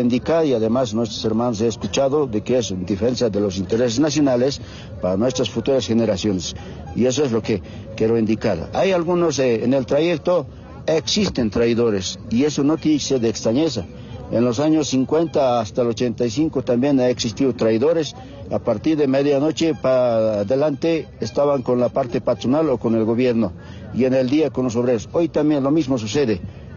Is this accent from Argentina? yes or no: no; Bolivia